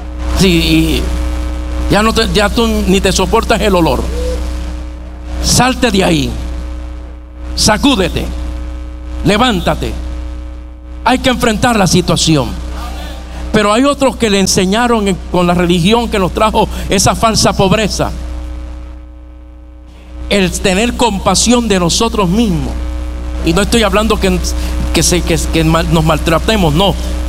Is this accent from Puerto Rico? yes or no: yes; Puerto Rico; soy puertorriqueño y estoy en Puerto Rico.